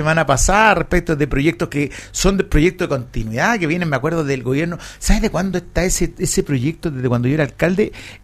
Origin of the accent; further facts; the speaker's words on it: Los Andes Province, Valparaíso, Chile; Yo soy andino